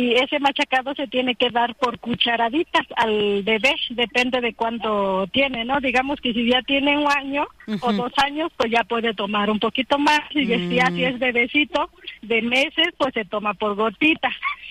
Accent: Mixteca, Mexico; Somos de la Mixteca y vivimos en este espacio

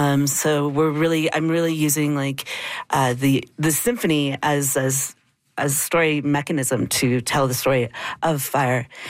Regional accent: Edmonton, Alberta, Canada; I grew up in Edmonton, and there's a Edmonton public string program.

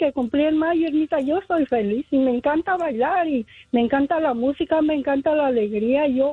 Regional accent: Guanajuato, Mexico; moved away as an adult; del estado de Guanajuato, de un rinconcito de Guanajuato, cerquita de Pénjamo

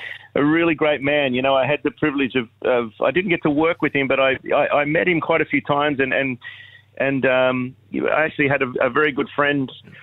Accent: Wagga Wagga, New South Wales, Australia; moved away; Yeah, Wagga's a great town. You know, it's always been really kind to me. I grew up there, so it's my hometown.

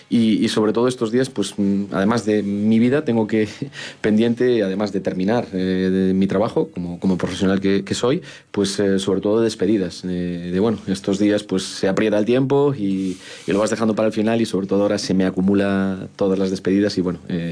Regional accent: Galicia, Spain; moved away as an adult; now in Zamora, Spain; yo soy gallego y la morriña, evidentemente, no soy joven, tengo 50 años, y esto era un poquito pues una prueba, el decir hasta dónde podemos llegar, y el segundo año sí que ha sido complejo estar lejos de mi Galicia, de mi familia, de los míos

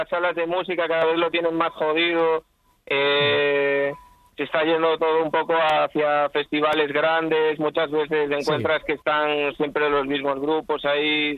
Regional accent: Galicia, Spain; also born or lived in Barcelona; somos los tres de Galicia.

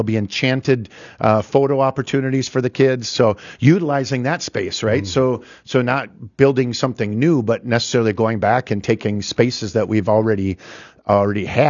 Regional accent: Fargo, North Dakota, United States; Because I grew up in North Fargo, and outside of school playgrounds, you had to try to get neighborhood parks into these developments

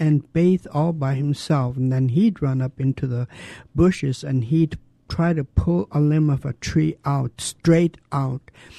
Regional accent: Douglas, Alaska, United States; I was born and raised in Douglas. I belong to the Raven Moiety. I come from the Whale House in Tlokwan, which is a Kanaktede house.

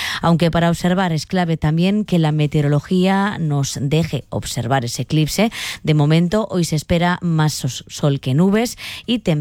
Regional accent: Navarre, Spain; somos los navarros y navarras

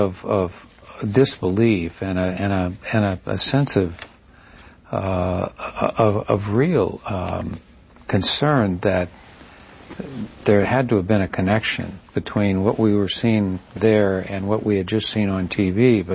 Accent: Aberdeen, South Dakota, United States; the local police department in my hometown of Aberdeen, South Dakota, picked up my mother

